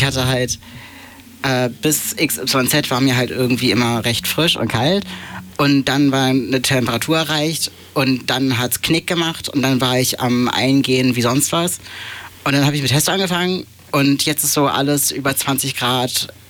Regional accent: Hamburg, Germany; Ich komme ja eigentlich aus der Ecke Harburg.

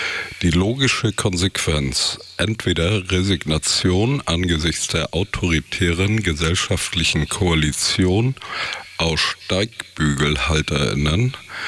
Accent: Zwickau, Saxony, Germany; vor kurzem in Zwickau, meiner Heimatstadt, von 15 Neonazis mit Elektroschockern und Bierflaschen eingekesselt worden zu sein

